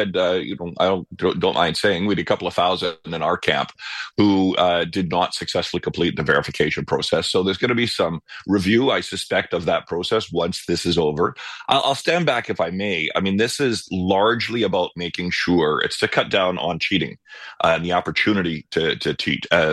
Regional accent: Canada; I am a big believer in a united Canada. I'm a Canadian first.

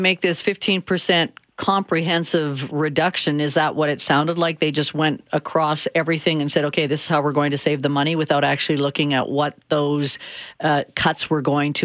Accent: Swift Current, Saskatchewan, Canada; I'm from Swift Current, and we always knew the Swift Current Research Station.

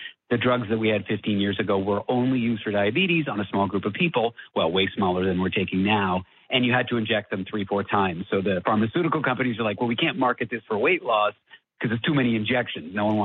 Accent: Toronto, Ontario, Canada; I'm from Toronto.

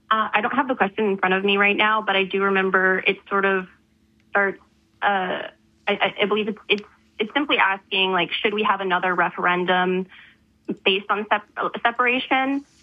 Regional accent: Calgary, Alberta, Canada; growing up in Calgary for pretty much my entire life

